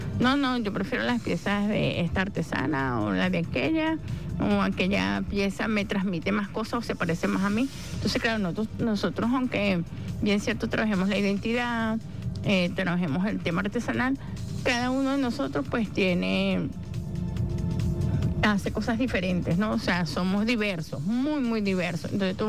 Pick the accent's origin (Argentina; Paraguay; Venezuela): Venezuela